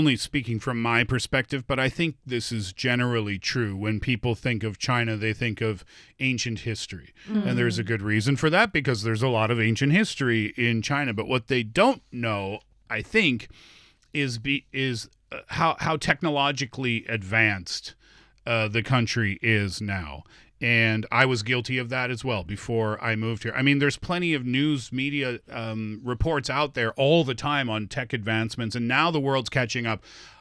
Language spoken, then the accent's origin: English; Canada; Yeah, well, but listen, I'm from Canada. People think we live in igloos 12 months a year.